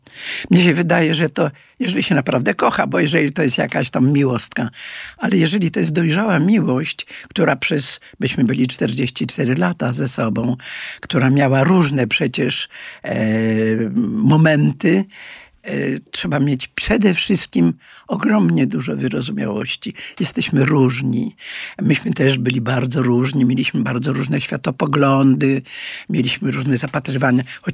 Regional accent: Łódź, Łódź Voivodeship, Poland; born there; moved away as an adult; now in Warsaw, Poland; W Łodzi 15 lat, bo ja zaraz po wojnie zburzyli nam dom w Warszawie tutaj i tata dostał pracę i mieszkanie w Łodzi. Więc ja 15 lat mieszkam w Łodzi. Jest to taka moja trochę takie drugie miasto rodzinne

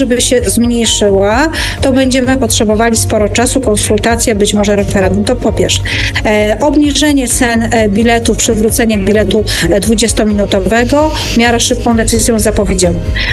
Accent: Zakopane, Lesser Poland, Poland; born there; now in Kraków, Poland; Rzeczywiście nie urodziłam się w Krakowie.

